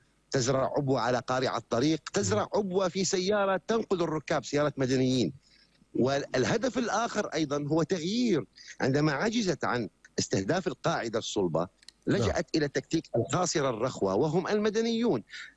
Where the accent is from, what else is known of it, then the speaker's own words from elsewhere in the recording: Syria; نحن لدينا جرح عميق غائر كسوريين